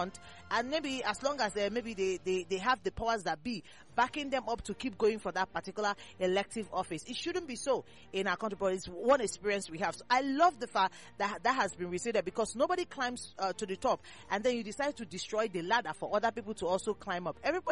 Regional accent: Nigeria; as a Nigerian

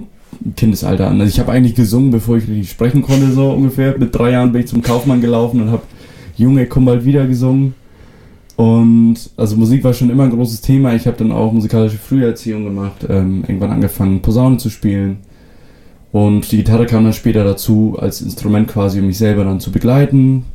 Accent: Föhr, Schleswig-Holstein, Germany; first language Frisian; German is a second language; ich komme von der Insel Föhr. Bin dort auch geboren und aufgewachsen, bin inzwischen 30 Jahre alt

